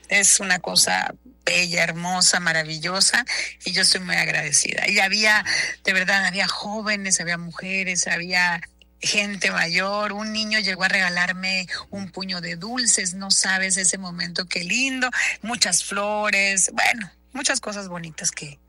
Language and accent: Spanish; Sonora, Mexico; yo soy mexicana, hija de padres mexicanos, y bueno, muy orgullosa de ser mexicana, de ser sonorense